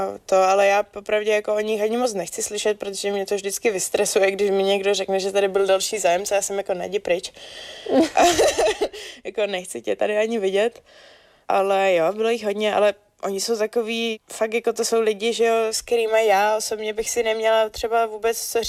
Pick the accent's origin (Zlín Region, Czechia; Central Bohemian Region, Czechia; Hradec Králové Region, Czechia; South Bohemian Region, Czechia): Zlín Region, Czechia; Slušovice; tak ho nevezmu do Slušovic, ale vezmu ho na chatu.